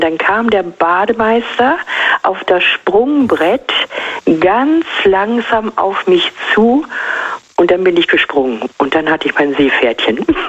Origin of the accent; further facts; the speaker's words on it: Germany; ich bin auf dem Land groß geworden und die Weser war halt im Sommer unser absoluter Treffpunkt